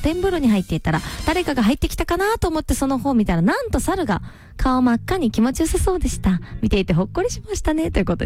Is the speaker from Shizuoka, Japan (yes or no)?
no; Miyazaki, Japan; なんか私九州宮崎の出身なんで、やっぱこう海岸線ってすごくなんかこう心地いいというか、まあ、見慣れてる景色だったりするんだけど